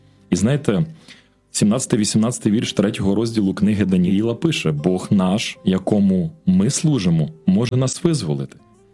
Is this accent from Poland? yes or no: no; Bila Tserkva, Kyiv Oblast, Ukraine; Я з Білої Церкви.